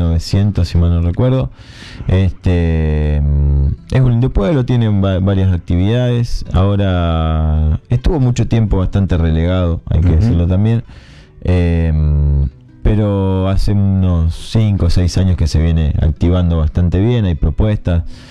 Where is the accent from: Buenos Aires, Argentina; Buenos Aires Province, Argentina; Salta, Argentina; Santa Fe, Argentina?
Santa Fe, Argentina; Acebal; la fundación de mi pueblo, de Aceval.